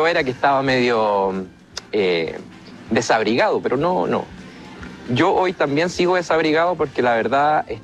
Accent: Tirúa, Biobío, Chile; A la gran comuna de Tirúa, ahí en la provincia de Arauco. Saludo también a toda la provincia de Arauco

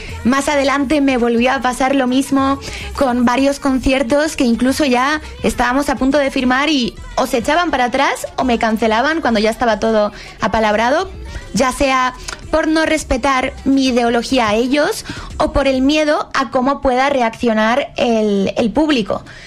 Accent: Spain; en este caso en mi país

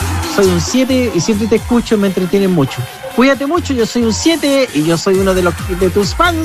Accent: Valparaíso, Chile; Recuerda que yo soy de Valparaíso

